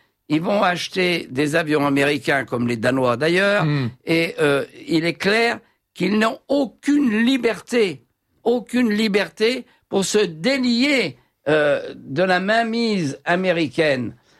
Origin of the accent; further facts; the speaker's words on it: France; chez nous, en France